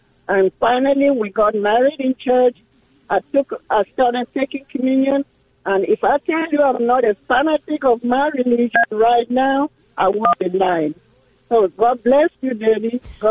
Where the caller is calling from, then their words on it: Houston, Texas, United States; I'm calling from Houston, Texas on 1430 AM.